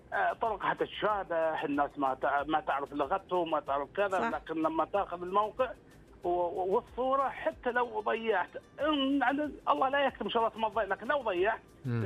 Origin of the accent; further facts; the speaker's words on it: Al-Ahsa, Eastern Province, Saudi Arabia; accent: Hasawi; وسمعنا نتكلم عربي باللهجه الحساويه